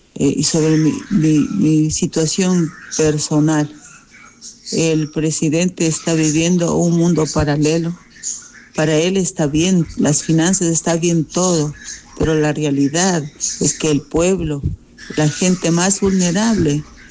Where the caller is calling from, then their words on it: Ecuador; Vivo aquí en Quito. Soy ecuatoriana.